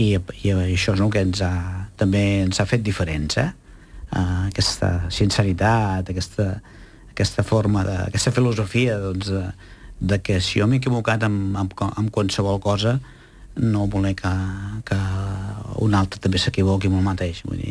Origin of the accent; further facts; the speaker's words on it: Monistrolet, Catalonia, Spain; jo sóc de Monistrolet, una masia de Monistrolet